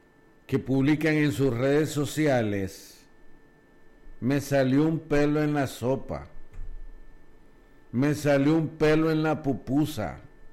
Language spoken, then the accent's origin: Spanish; El Salvador